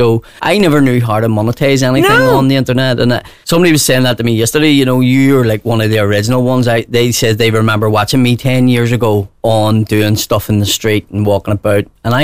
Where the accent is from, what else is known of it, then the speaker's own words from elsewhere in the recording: Ireland; we're Irish, let's make fun of stuff that affects us.